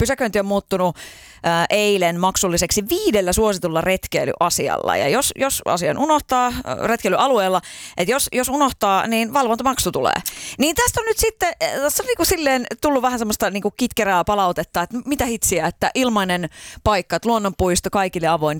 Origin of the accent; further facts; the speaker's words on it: Kotka, Kymenlaakso, Finland; moved away; tuolla kotikaupungissani Kotkassa